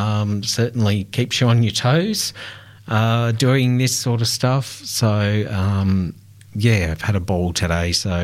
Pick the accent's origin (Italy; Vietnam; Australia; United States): Australia; Melbourne, Victoria; I'm from Melbourne